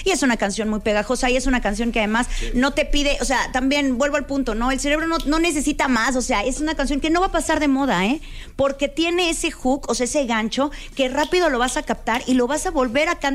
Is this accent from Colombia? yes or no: no; Mexico; Porque así somos los mexicanos.